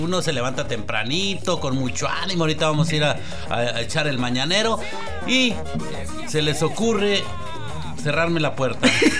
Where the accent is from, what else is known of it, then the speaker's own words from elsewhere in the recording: Monterrey, Nuevo León, Mexico; Ya sabes que soy de Monterrey.